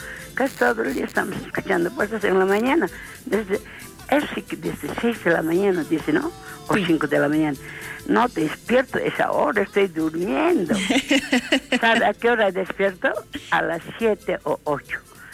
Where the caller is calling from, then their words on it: Bolivia; Como somos bolivianos